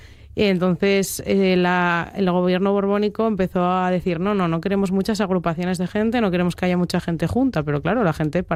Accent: Asturias, Spain; aunque esté metida como muchos asturianos y asturianas en procesos de oposición ahora a finales de curso

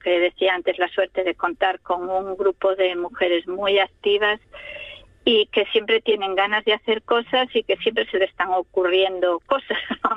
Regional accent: Serantes, Asturias, Spain; born there; estamos muy muy orgullosas de ser mujeres rurales, mujeres que nacimos en el pueblo

